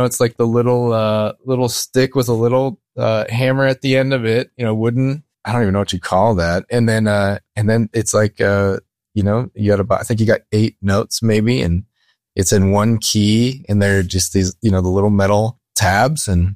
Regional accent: Ann Arbor, Michigan, United States; Well, I've spent the first 11 years in Ann Arbor, Michigan, so just down the street from the university.

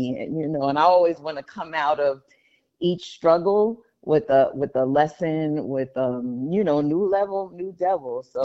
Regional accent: Brooklyn, New York, United States; now in Long Island, United States; I grew up in Brooklyn. I'm really at heart a Brooklyn girl. So I started out, I grew up in Brooklyn, and then my career started in Queens, and I raised my kids in Long Island. So I am a real New Yorker.

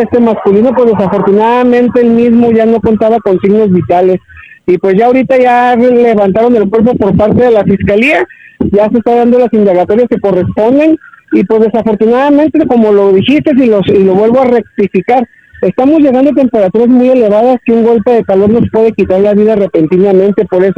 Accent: Ciudad Juárez, Chihuahua, Mexico; De hecho, nosotros como norteños, como juarenses, nosotros podemos sobrevivir en cualquier parte de la República

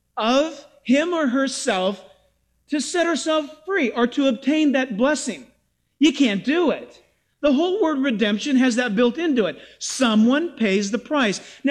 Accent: San Diego, California, United States; also born or lived in Orange County, United States; growing up in San Diego and then in Orange County.

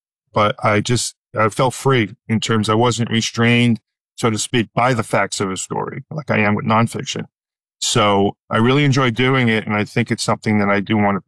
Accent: New York, United States; I'm from New York. I started out at a radio station in New York

